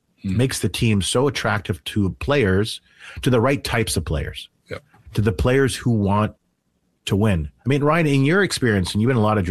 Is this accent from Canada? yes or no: yes; Canada; because I'm Canadian and I watch a lot of hockey